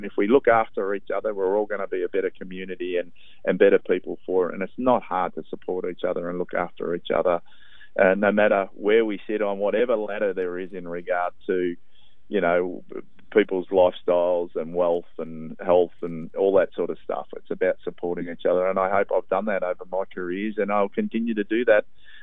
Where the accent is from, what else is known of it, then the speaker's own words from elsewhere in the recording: Melbourne, Victoria, Australia; I was brought up in Braybrook, and it was the greatest upbringing that we could have in a working class family in a housing commission house with six kids in the family